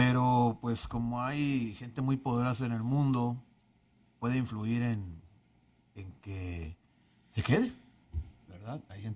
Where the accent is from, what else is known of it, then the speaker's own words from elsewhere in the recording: Mexico; nos han denigrado a nosotros como mexicanos